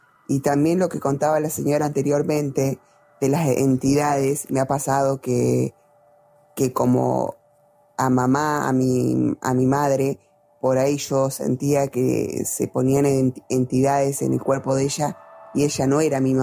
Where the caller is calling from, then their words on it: Río Negro, Argentina; soy de Río Negro.